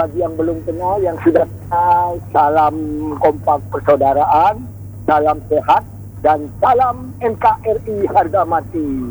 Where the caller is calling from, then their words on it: Jember, East Java, Indonesia; Dari Jember, Jawa Timur